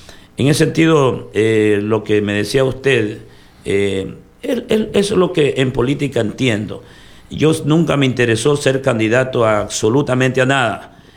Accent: El Guabo, El Oro, Ecuador; Sí, yo soy guabeño de corazón, siempre digo, amo a mi cantón, nacido en mi educación, en mi cantón, me he criado, jamás en la vida he emigrado

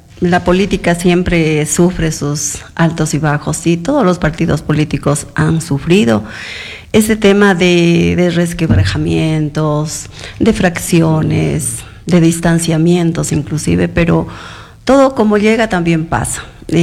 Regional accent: Catacocha, Loja, Ecuador

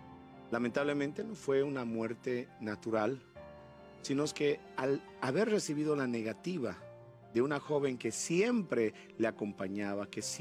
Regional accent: Bolivia

